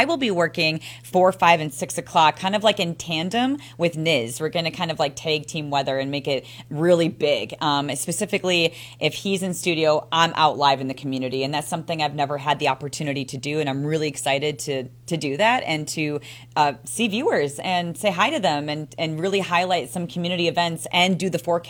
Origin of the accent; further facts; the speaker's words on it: Franklin, Wisconsin, United States; now in Waukesha, United States; So, I mean, my heart is always a Southsider. I grew up in Franklin, so that's where my heart always will be.